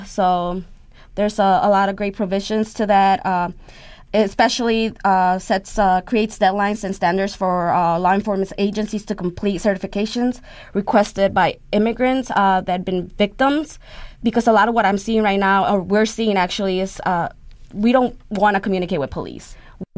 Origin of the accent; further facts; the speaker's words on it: Chicago, Illinois, United States; great memories that I have growing up in Pilsen, in Chicago. I live in Little Village, so I'm really close to Pilsen. I work in Pilsen. They moved me out when I was 13 years old